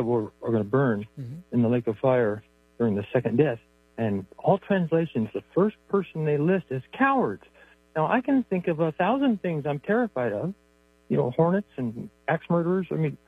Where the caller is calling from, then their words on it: Bakersfield, California, United States; Bakersfield, California here.